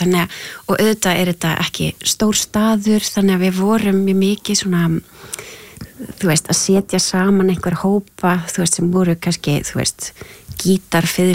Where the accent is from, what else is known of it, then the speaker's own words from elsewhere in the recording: Húsavík, Northeastern Region, Iceland; Ég fætt á uppalinn á Húsavík og var þar í æðislegu tónlistarnámi